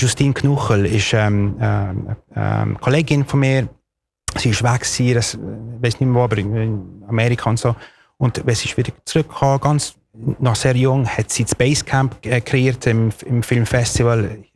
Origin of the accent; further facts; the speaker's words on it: Chiasso, Ticino, Switzerland; German is a second language; ich bin Schottländer, ich bin Italiener, ich komme von, aber ich bin auch ein Tessiner und dann, wenn man mehr... geht, dann bin ich wirklich von Chiasso.